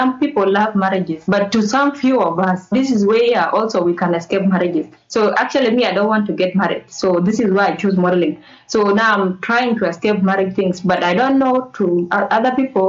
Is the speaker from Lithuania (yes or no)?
no; South Sudan; Growing up in South Sudan is not easy.